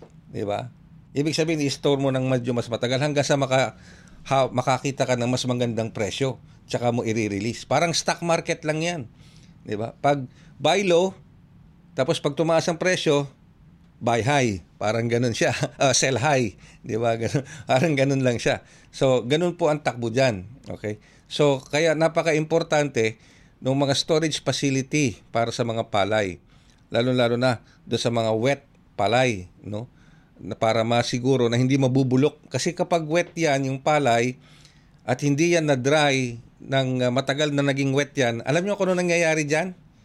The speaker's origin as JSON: {"language": "Tagalog", "region": "Central Luzon", "country": "Philippines", "said": "Sa totoo lang, taga Region 3 po ako, taga Tarlac ako."}